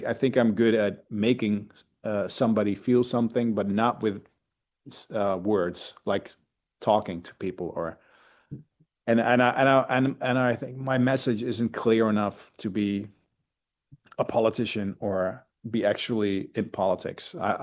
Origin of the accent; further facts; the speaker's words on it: Netherlands; And although we sing in English, but we are from Holland, it's very a big part of who we are, of course.